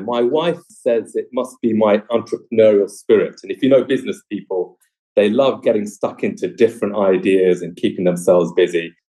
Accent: Watford, East of England, United Kingdom; growing up in Watford. We were living in a terraced house.

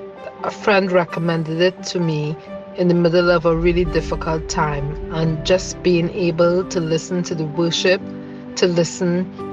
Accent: Eastbourne, South East England, United Kingdom; I'm from Eastbourne.

